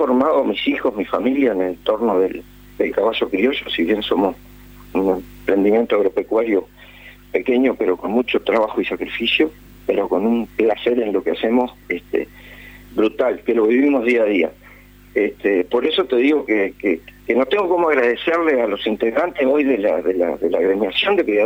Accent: Mazangano, Cerro Largo, Uruguay; also born or lived in Melo; Nosotros, yo me crié en Mazangano, después ya más grande, mis hermanas, cuando nos vivimos a vivir a Melo, por temas de liceo y otras cosas, se criaron acá. Pero yo fui criado en campaña, en Mazangano

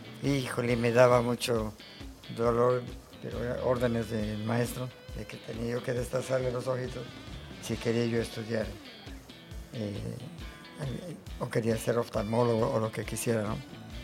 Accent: Yucatán, Mexico; born there; moved away; also born or lived in Mexico City; Yo nací en Mexicanú, Yucatán, en el famoso pueblo de las jícamas.

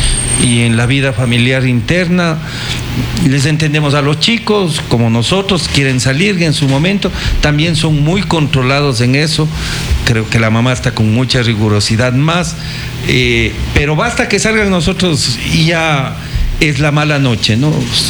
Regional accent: Ecuador; quienes como ecuatorianos vivimos en este país

